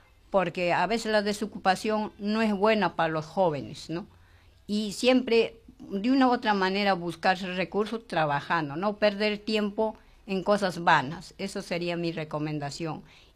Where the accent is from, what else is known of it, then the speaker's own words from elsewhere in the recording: Ayacucho, Peru; yo soy ayacuchana. Voy allá igualito, ¿no? Entonces, a pesar que tengo mis 78 años